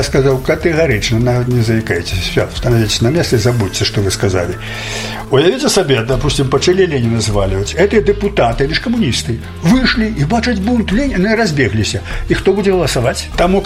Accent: Belarus; Звертаючи до комуністів, що ми білоруси, ми такі самі.

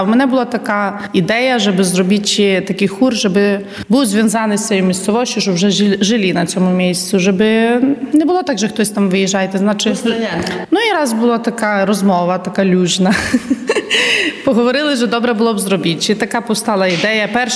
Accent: Rivne, Rivne Oblast, Ukraine; moved away as an adult; Я сама походжу родом з України, з міста Рувне. Ну і вже тут зараз осінню буде 18 літ, як живу в Лущинці.

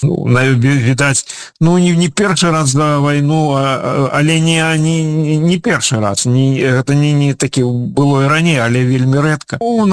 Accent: Ukraine; я грамадзін Беларусі, але я украінец, і заўсёды быў, я сам, калі сі канал, заўсёды неяк так склалася, што я заўсёды адчуваў сябе украінцам

